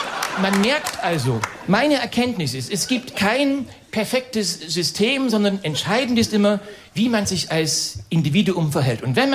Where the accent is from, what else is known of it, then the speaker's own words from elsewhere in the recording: Germany; Ich bin auch im Sozialismus groß geworden mit meiner Mutti.